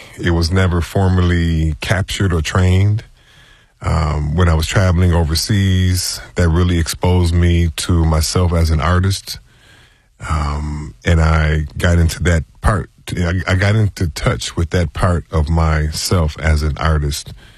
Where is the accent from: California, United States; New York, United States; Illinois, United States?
Illinois, United States; Evanston; So I grew up in broader Evanston, but I had a very kind of, African-American experience.